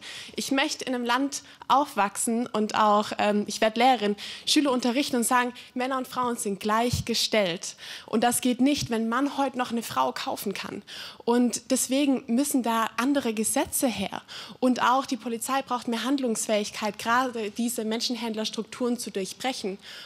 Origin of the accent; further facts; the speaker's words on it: Würzburg, Bavaria, Germany; Ich komme aus Würzburg